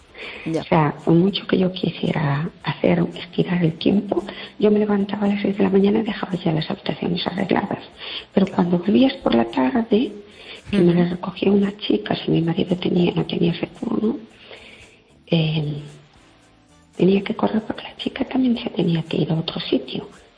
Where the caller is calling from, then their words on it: El Masnou, Catalonia, Spain; Yo vivo en Masnou, tú sabes dónde es.